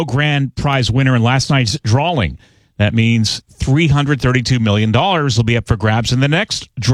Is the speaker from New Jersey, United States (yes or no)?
no; Maine, United States; moved away; growing up in Maine